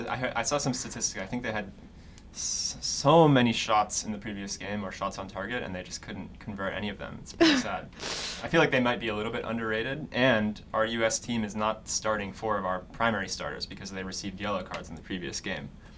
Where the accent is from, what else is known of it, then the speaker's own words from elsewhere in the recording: Iowa City, Iowa, United States; now in Oberlin, United States; I grew up in Iowa City, Iowa, which, for those who have never been to Iowa, it does align with most of the stereotypes that people have. There's a lot of cornfields, a lot of rural areas.